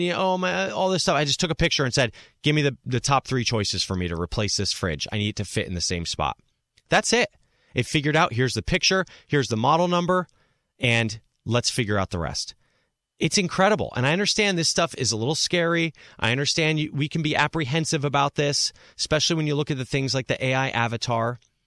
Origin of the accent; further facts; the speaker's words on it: New Jersey, United States; when I was an 11-year-old, 12-year-old, 13-year-old growing up in New Jersey